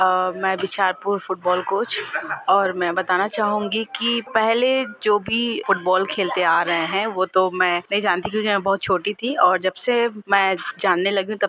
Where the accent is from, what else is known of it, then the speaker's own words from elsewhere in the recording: Bicharpur, Madhya Pradesh, India; हमारे गांव mini Brazil के नाम से जाना जाता है